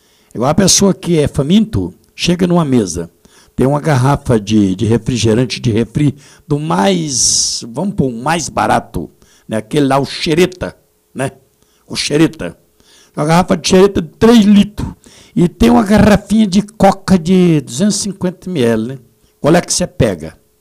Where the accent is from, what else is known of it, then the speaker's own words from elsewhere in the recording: Brazil; nós somos brasileiros, país abençoado